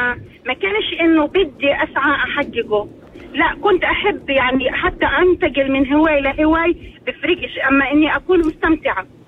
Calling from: Umm al-Ghanam, Northern District, Israel; من أم الغنم.

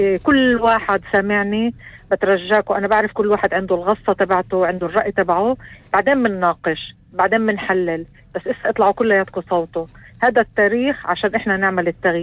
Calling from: Haifa, Haifa District, Israel; بتحكي معك

